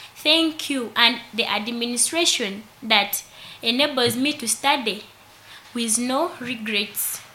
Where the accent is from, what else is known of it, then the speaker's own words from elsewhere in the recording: Kiangwali, Kikuube District, Uganda; I come from Kiangwali in Chikube district.